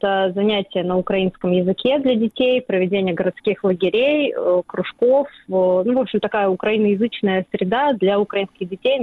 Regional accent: Russia; moved away as an adult; now in Estonia; я из России

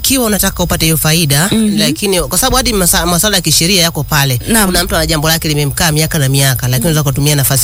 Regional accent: Tanzania; tunajivunia kama Watanzania?

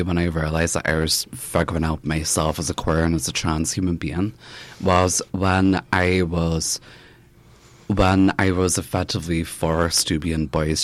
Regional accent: Belfast, Northern Ireland, United Kingdom; growing up in Belfast and growing up when I did

